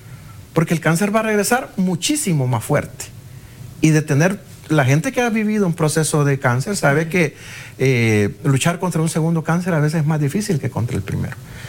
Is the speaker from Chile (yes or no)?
no; El Salvador